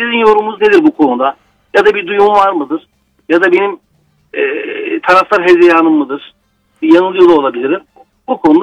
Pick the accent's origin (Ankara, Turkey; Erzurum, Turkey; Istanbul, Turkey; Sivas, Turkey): Ankara, Turkey; Bir Ankaralı olarak ve bir Beşiktaş taraftarı olarak